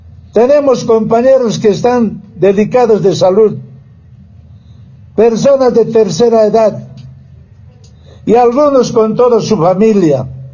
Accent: Bolivia; somos bolivianos

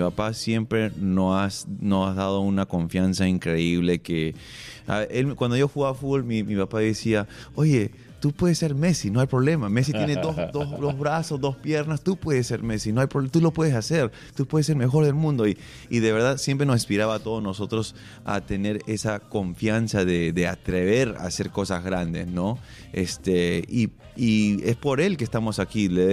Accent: Peru; que somos una familia peruana normal, de verdad, ¿no? Que empezó desde abajo

